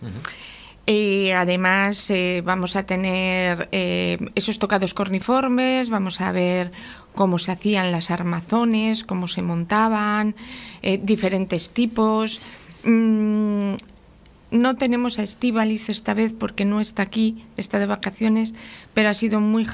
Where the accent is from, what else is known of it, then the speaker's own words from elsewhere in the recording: Laredo, Cantabria, Spain; Entonces los pocos que estamos ahí por la mañana, que somos de Laredo, pues hacemos campamento por la mañana.